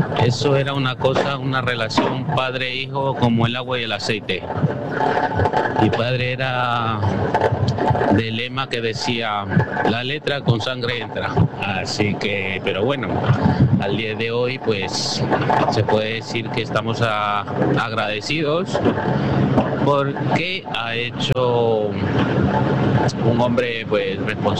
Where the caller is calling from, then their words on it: Vallecas, Community of Madrid, Spain; aquí reportando sintonía desde Vallecas